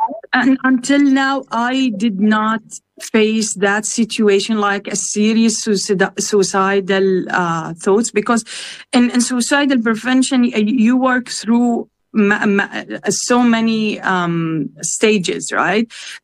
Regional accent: Gaza Strip, Palestine; now in Canada; And even because I held the Gazan citizen, the ID, I'm not being able, even if I'm Canadian, I'm not able to visit the Masjid Al-Aqsa.

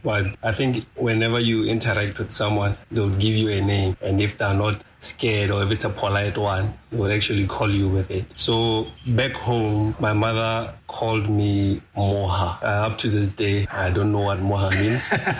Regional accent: Gaborone, South-East District, Botswana; also born or lived in Katutura, Windhoek, Namibia; I was born in Katutura, Windhoek. So Katutura is a township. When it comes to where I stayed or where I grew up in Old Naledi, I think I've lived there for a greater part of my life.

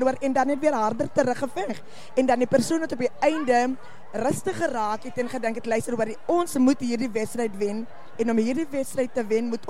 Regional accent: George, Western Cape, South Africa; Ja, ek is een Georgette van George High. Ja, maar dit is lekker om by die huis te wees

